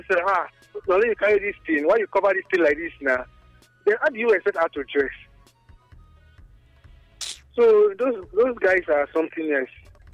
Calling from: Nigeria; I'm calling from Nigeria.

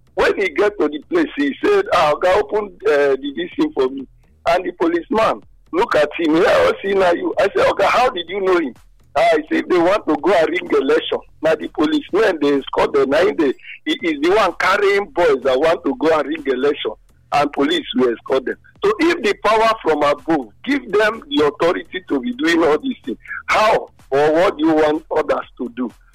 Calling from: Nigeria; I'm calling you from Adoa.

